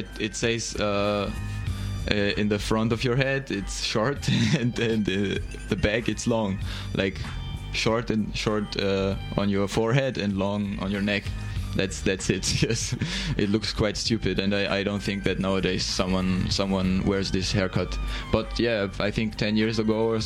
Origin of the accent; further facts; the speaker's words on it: Germany; accent: German; English is a second language; I think my German accent is not so bad.